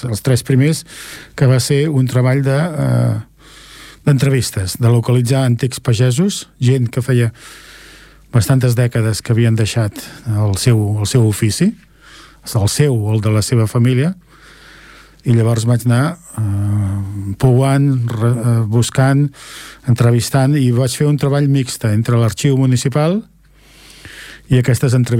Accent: Esplugues de Llobregat, Catalonia, Spain; em vaig plantejar el fet de començar a investigar a nivell del meu poble. Sí. El poble que t'estimes, que és Esplugues

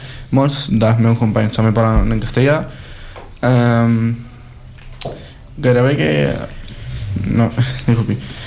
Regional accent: Argentina; Catalan is a second language; gent també nota molt quan ets d'un altre país i normalment la gent diu sempre, gairebé sempre, que sóc argentí.

